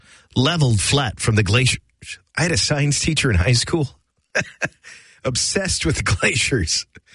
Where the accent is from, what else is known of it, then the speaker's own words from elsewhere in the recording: Wisconsin, United States; Well, I grew up in Wisconsin.